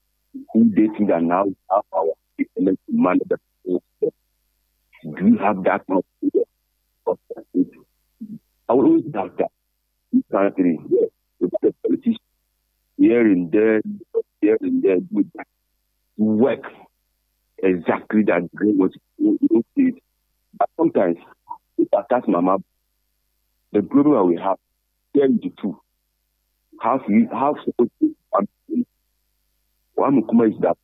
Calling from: Ghana; Me, as a Ghanaian

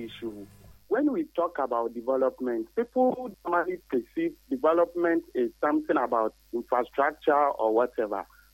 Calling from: Sekondi-Takoradi, Western Region, Ghana; I'm calling from Efikuma.

